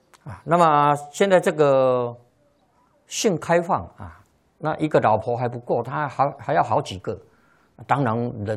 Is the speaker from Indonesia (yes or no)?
no; China; 我们中国人